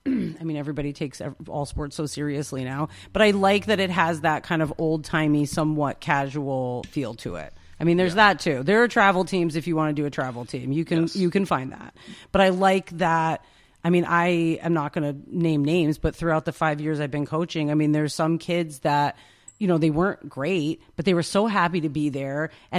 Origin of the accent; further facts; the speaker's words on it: New York, United States; born there; now in Catskill, United States; so I'm not from Catskill, but I'm from across the river, but I might as well be from a different planet. I know how these communities can be. I grew up in one, you know, Nobody comes and nobody goes.